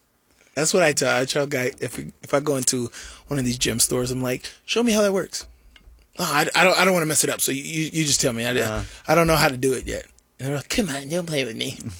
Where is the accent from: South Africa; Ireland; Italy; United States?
United States; Las Vegas, Nevada; I'm not a city guy. I'm from Vegas.